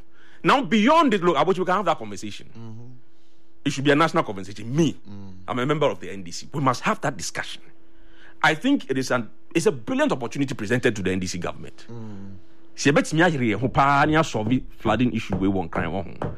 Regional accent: Mamobi, Greater Accra, Ghana; I grew up in Mamobi. We knew what happened in Alajo.

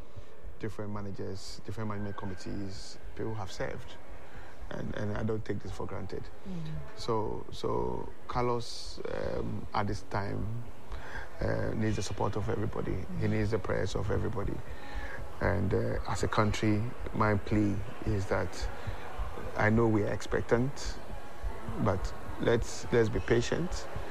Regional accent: Ghana; what would be Super Sports for Ghana I'm a Ghanaian.

